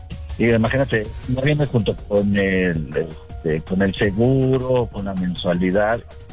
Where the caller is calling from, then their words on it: Mexico City, Mexico; de Coajimalpa.